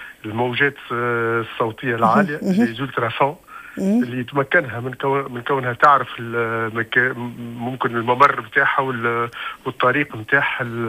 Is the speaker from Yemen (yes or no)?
no; Tunisia; عندنا في تونس